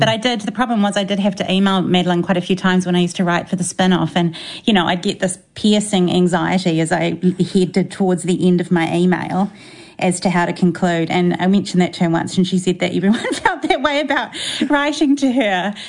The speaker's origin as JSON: {"language": "English", "country": "New Zealand", "said": "It feels important to do that as a New Zealander, and I do it even if I'm emailing people internationally."}